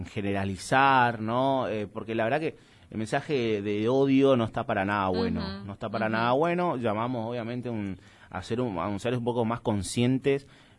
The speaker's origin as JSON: {"language": "Spanish", "country": "Argentina", "said": "así somos los argentinos, ¿no?"}